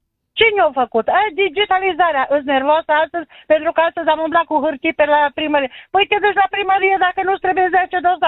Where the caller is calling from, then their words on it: Bistrița, Bistrița-Năsăud, Romania; de la Bistrița.